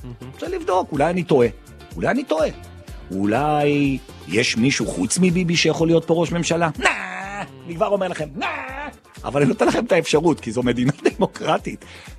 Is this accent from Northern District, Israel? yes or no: no; Jerusalem, Jerusalem District, Israel; לא משנה, גם כירושלמי זה מוסיף לי יותר